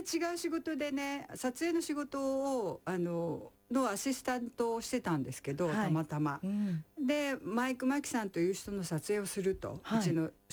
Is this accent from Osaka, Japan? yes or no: no; Nishinomiya, Hyogo, Japan; now in Chiba, Japan; 小さい頃兵庫県のね、はい、浜甲子園っていう、はい、そこは泳げるような海じゃなかったんですけど。